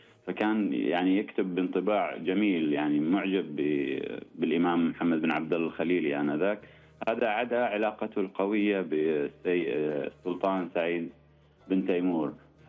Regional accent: Oman; صدى هذه الخدمة وهذا المستشفى وخدماته في الذاكرة الراهنة والمعاصرة لنا كعمانيين وحتى للخليجيين

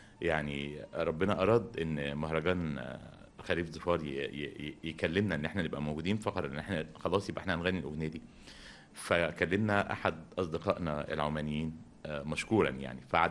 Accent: Egypt; عندنا في مصر

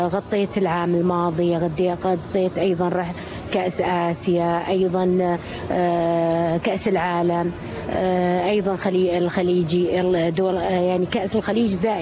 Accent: Saudi Arabia; وأنا كسعودية

